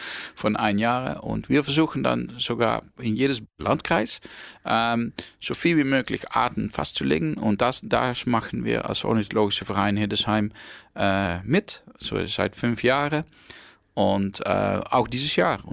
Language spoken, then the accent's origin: German; Netherlands; German is a second language; ich komme, wie Sie hören, komme ich aus Holland.